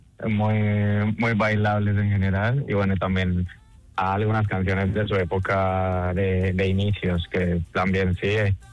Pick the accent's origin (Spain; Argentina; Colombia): Colombia; Pero bueno, yo soy colombiano, así que apuesto un poquito más por